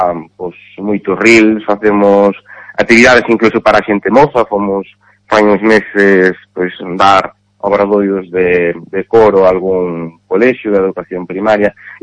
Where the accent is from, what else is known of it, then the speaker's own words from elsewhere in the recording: Carballo, Galicia, Spain; además eu son daqui, pues son de Carballo, e por eso además me hace moitísima ilusión dirixir